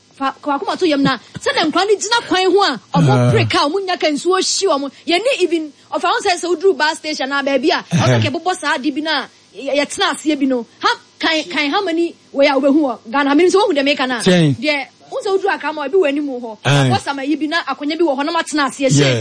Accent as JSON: {"language": "English", "country": "Ghana", "said": "the summit, so because I'm a Ghanaian."}